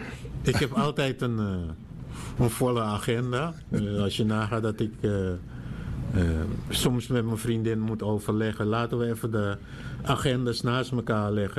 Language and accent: Dutch; Suriname; now in Netherlands; ik ben een Surinamer, maar de dag dat ik hier dus gekomen ben, 20 januari 1971